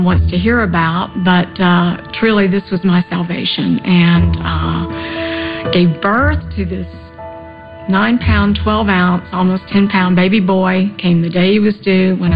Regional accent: Texas, United States; I was this young girl growing up in Texas

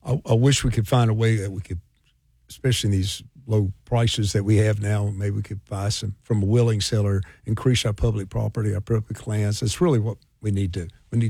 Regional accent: Pine Bluff, Arkansas, United States; I grew up in Pine Bluff

